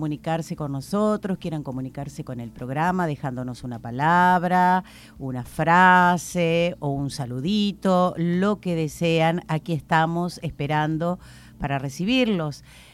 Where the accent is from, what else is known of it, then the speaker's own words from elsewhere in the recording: Monje, Santa Fe, Argentina; en mi pueblo, en Monje